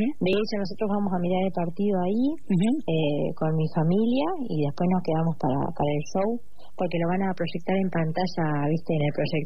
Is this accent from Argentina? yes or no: yes; Paso de los Libres, Corrientes, Argentina; born there; moved away; Paso de los Libres, que es mi ciudad de crianza, donde pasé mi infancia y mi adolescencia. Yo siempre digo que yo soy correntina por adopción, porque bueno, pasé, como mi papá era gendarme, yo anduve por muchos lugares